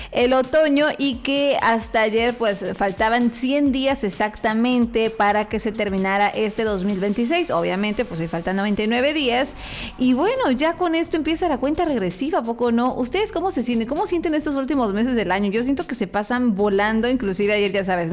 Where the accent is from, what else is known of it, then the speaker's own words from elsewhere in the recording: Mexico; Al menos así somos los mexicanos